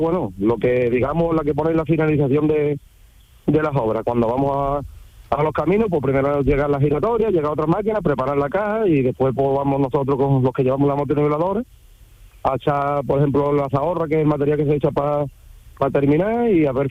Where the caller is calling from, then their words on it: Almargen, Andalusia, Spain; Yo soy de Almargen.